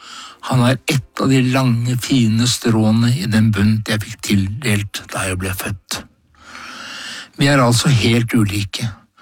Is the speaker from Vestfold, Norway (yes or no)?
yes; Horten, Vestfold, Norway; Jeg vokste opp på Linden Gartneri på Horten, denne fine lille hagebyperlen som nå er kulturhovedstaden i Vestfold.